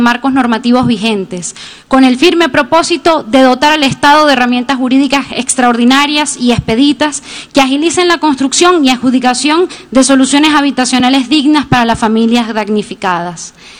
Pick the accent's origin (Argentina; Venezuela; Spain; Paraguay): Venezuela; Hoy como pueblo venezolano acompañemos más que nunca a quienes más lo necesitan.